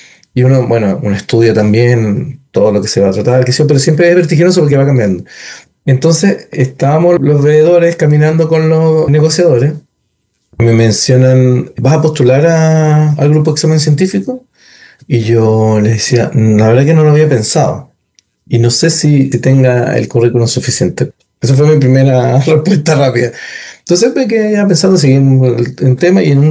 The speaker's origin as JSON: {"language": "Spanish", "country": "Chile", "said": "Uno también siempre como buen chileno"}